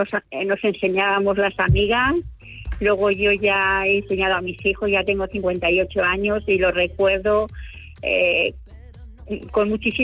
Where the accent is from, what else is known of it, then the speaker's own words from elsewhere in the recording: La Solana, Castilla-La Mancha, Spain; Pero recuerdo en mi pueblo que había unas cuestas, porque yo soy de La Solana, de Ciudad Real